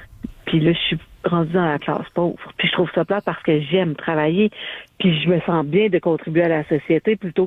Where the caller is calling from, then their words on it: Lévis, Quebec, Canada; Là, moi, je suis à Lévis